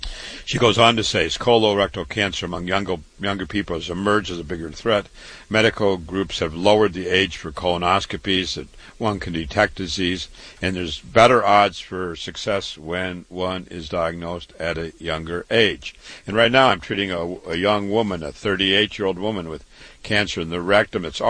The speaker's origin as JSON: {"language": "English", "town": "Waterloo", "region": "Iowa", "country": "United States", "tie": "born or raised there", "said": "I was born and raised in Waterloo, Iowa. I went to public school, university, MD at 25"}